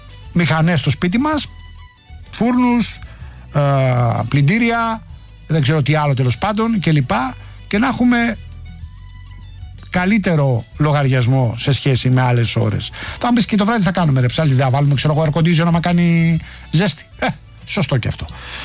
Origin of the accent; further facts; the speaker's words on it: Rafina, Attica, Greece; Τον Πάνο στην πατρίδα μου στη Ραφίνα που είναι καλοκαιρινή.